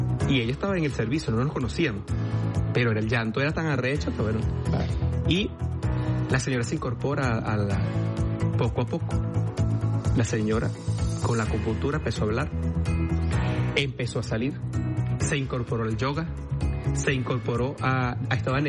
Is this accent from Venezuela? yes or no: yes; Caracas, Capital District, Venezuela